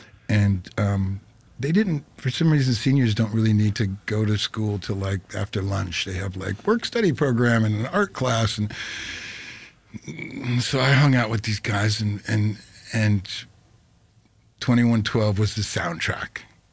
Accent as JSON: {"language": "English", "region": "Michigan", "country": "United States", "tie": "born or raised there", "said": "I grew up outside of Detroit, Michigan. I was in the parking lot of my high school."}